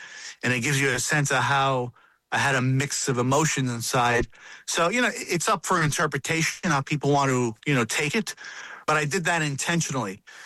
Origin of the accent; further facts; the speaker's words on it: Brooklyn, New York, United States; born there; my family, my mother in particular, is from Puerto Rico. And although I was born in Brooklyn